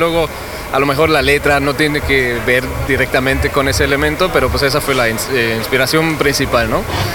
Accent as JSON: {"language": "Spanish", "town": "Düsseldorf", "region": "North Rhine-Westphalia", "country": "Germany", "tie": "born or raised there", "said": "Sí, es que soy de aquí, de Düsseldorf, nací aquí y nada, pues aquí doy lo que puedo."}